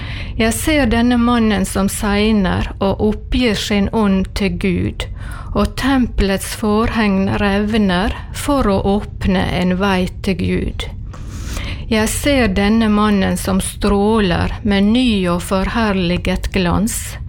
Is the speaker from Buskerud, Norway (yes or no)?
no; Ulstein, Møre og Romsdal, Norway; now in Giske, Norway; Jeg bor på Giske, men jeg er egentlig fra Ulstein. Jeg bodde på Giske i snart 50 år.